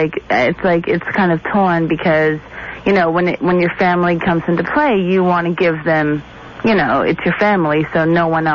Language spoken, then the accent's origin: English; Culver City, California, United States; I grew up in California. Where? Culver City in West Hollywood.